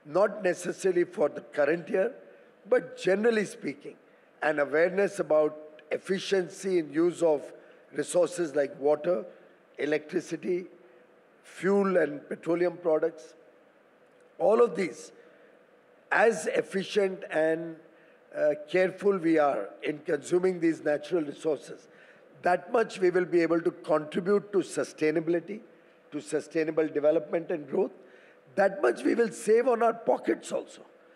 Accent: Mumbai, Maharashtra, India; I come from Mumbai where the rains are in full swing.

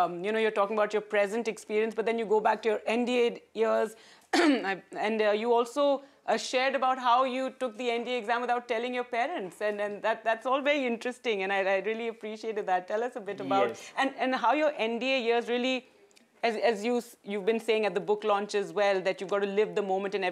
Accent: Dehradun, Uttarakhand, India; Dehradun, which incidentally is my hometown

